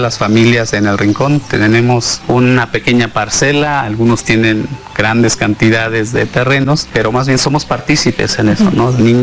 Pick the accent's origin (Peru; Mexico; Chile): Mexico; Tanetze de Zaragoza, Oaxaca; provengo de la comunidad de Tanetze, Zaragoza, el lugar en donde producimos y vivimos con el café.